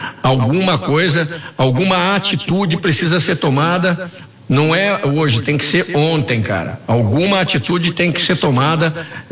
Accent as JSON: {"language": "Portuguese", "town": "Campinas", "region": "São Paulo", "country": "Brazil", "said": "E eu como campineiro sinto vergonha."}